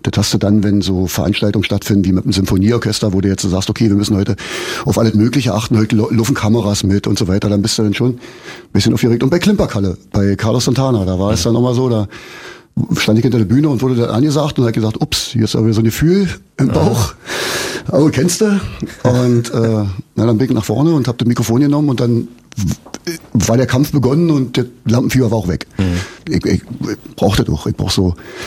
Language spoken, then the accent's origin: German; Brandenburg, Germany